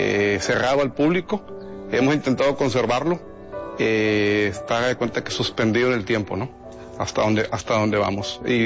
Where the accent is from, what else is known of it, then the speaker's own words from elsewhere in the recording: Piedras Negras, Coahuila, Mexico; Para nosotros es apostarle al centro de Piedras Negras, es apostarle a Piedras Negras. Nosotros somos de Piedras Negras, no nos vamos a ir.